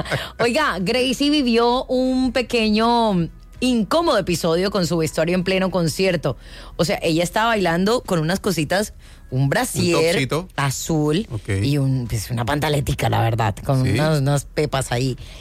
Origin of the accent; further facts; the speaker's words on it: Colombia; Yo soy colombiana.